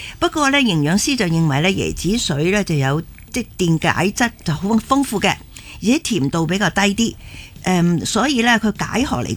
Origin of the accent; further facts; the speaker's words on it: South China, China; 我系南方人